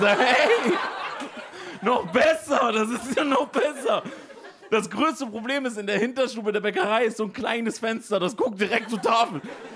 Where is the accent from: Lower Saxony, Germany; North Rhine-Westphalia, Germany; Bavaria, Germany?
Lower Saxony, Germany; Emden; moved away; Ich bin aufgewachsen in Emden. Ich habe es geliebt in Emden.